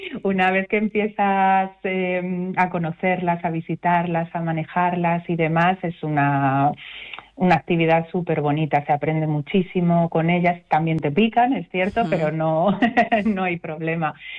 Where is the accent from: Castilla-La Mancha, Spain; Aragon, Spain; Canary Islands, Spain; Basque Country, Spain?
Castilla-La Mancha, Spain; en Guadalajara hay mucha tradición apícola. Yo en mi pueblo hay varios apicultores